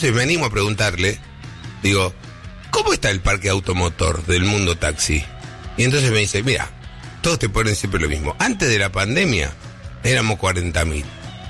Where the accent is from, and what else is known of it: Argentina